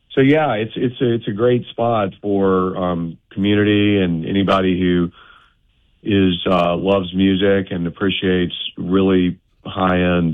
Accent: Birmingham, Alabama, United States; I was born and raised in Birmingham, loved the city, always fascinated by the city. I mean, grew up seeing it kind of in the state that it was in the 80s.

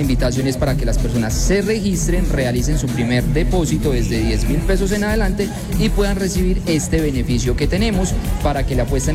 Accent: Colombia; nosotros como colombianos pues vamos a apostar por nuestra selección

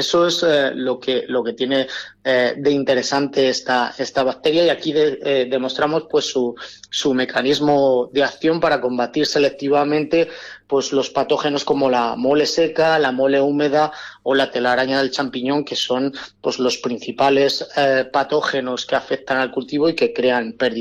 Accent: Tinajas, Castilla-La Mancha, Spain; moved away; yo soy de la Alcarria Conquense.

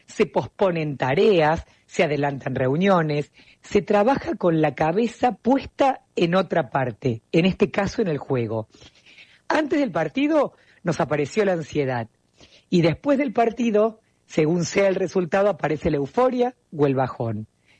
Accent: Argentina; Acuérdate siempre, seguimos siendo argentinos, que la pasión nos invada

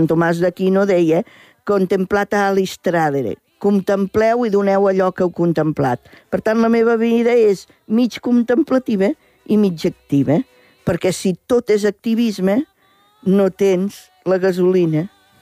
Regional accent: Reus, Catalonia, Spain

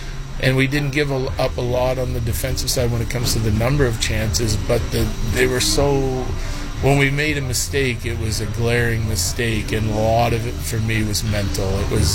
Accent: Saskatchewan, Canada; moved away; We're both from Saskatchewan

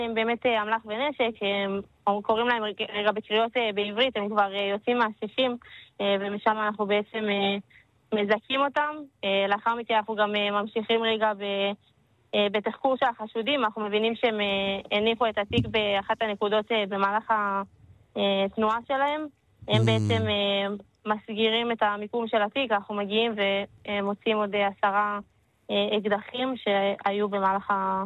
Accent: Karmiel, Northern District, Israel; אני מקרמיאל

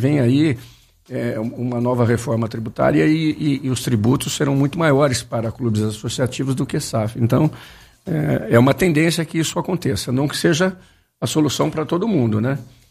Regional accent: Campinas, São Paulo, Brazil; Eu sou campineiro, eu vivo o futebol de Campinas há mais de 50 anos.

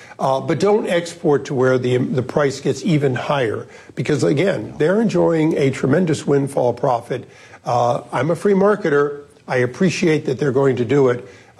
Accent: California, United States; I'm a Californian

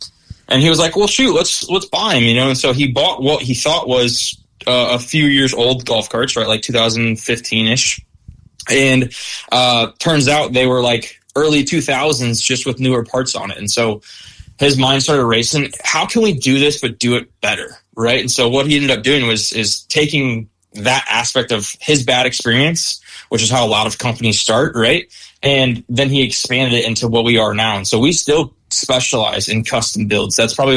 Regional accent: United States; And so, you know, as American people, we're a little bit lazy, right?

